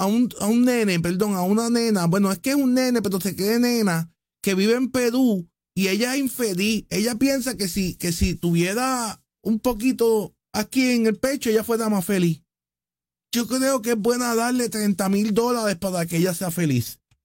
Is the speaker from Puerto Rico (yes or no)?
yes; Puerto Rico; Los latinos americanos somos nosotros, los boricuas. Nosotros somos el puertorriqueño.